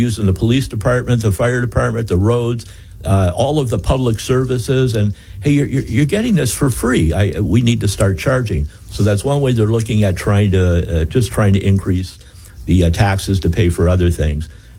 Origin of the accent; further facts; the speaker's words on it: Canada; now in United States; I came from Canada. I love it in California, and I'm just enjoying it.